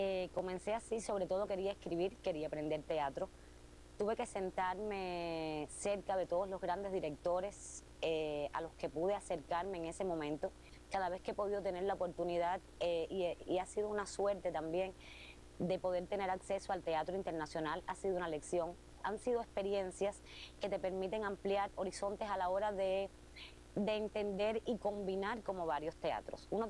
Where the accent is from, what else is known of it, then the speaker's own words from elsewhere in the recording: Cuba; Soy una mujer cubana, soy una mujer cubana que se parece muchísimo al público que va a ver a la sala. Soy también una mujer latinoamericana